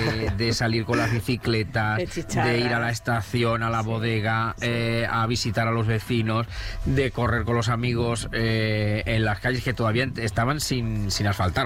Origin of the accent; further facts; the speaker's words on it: Fernán Caballero, Castilla-La Mancha, Spain; pero mi pueblo es Ferran Caballero porque mis padres, con el 70, yo nací en el 76, pues en el 75 se fueron a Ferran Caballero, que está a 15 kilómetros de Ciudad Real, y compraron una casita.